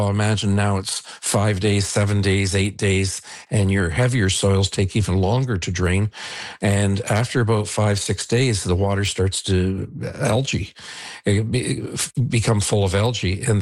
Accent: Niagara-on-the-Lake, Ontario, Canada; I've lived on this road for 41 years, and I grew up in Niagara on the Lake for 69 years. So it's my entire life.

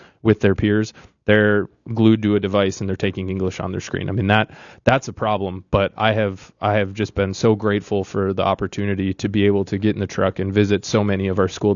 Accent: West Fargo, North Dakota, United States; I grew up in West Fargo.

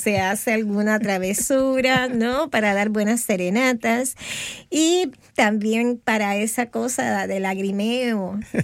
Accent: Santiago de Cuba, Cuba; born there; moved away; Y nosotros, porque yo nací en Santiago de Cuba, somos santiagueros.

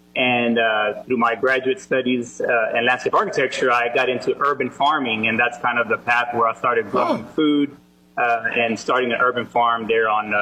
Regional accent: Fort Worth, Texas, United States; born or raised there

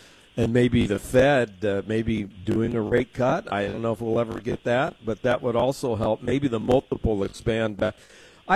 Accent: California, United States; accent: San Diego accent; I don't have much of Vermont accent. I'm from Southern California with a San Diego accent, if there is such a thing.

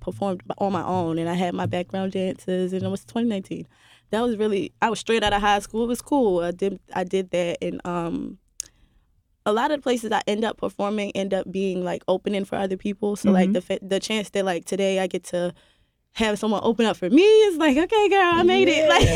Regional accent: Baltimore, Maryland, United States; I'm from York, Gordon, Cold Spring, Northeast.

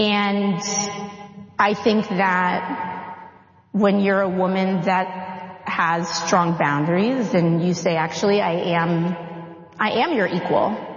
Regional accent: The Bronx, New York, United States; And of course, I'm a woman. And of course, I'm Latina. And I'm from the Bronx.

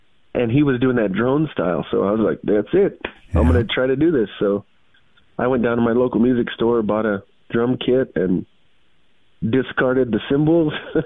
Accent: New Mexico, United States; I am born and raised in New Mexico, southern New Mexico. I grew up kind of in a small mountain town in the Hilo Woods

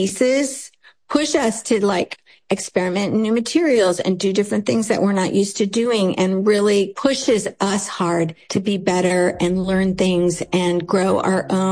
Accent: Omaha, Nebraska, United States; moved away as an adult; also born or lived in New York / San Francisco; I grew up in Omaha and went to Creighton and then promptly left Omaha and spent the next like 30 years kind of out of the city, bouncing between New York and San Francisco.

